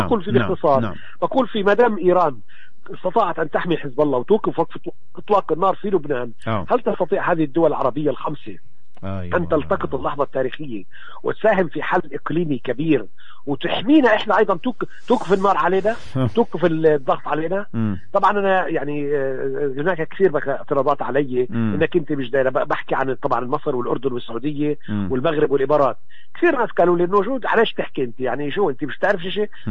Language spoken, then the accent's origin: Arabic; Palestine